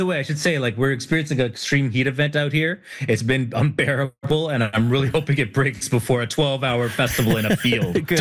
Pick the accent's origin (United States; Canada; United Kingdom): Canada; what a time to be in the U.S. as a Canadian while Trump's waging this like nonsensical war on us.